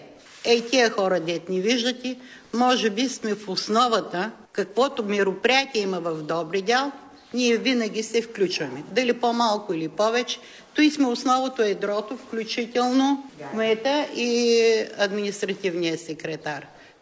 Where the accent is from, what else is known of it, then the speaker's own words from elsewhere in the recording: Dobri Dyal, Veliko Tarnovo Province, Bulgaria; Родена съм в Добри дял, работила съм тука, живота ми е тука.